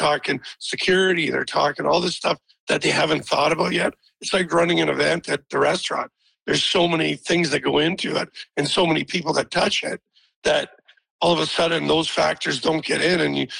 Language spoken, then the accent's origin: English; Canada; I look at it as a Canadian.